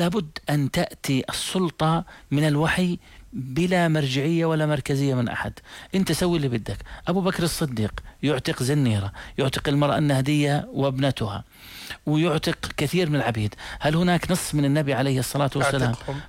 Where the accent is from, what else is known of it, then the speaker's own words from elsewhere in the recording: Jordan; أنا من الأردن الأردن بجانب فلسطين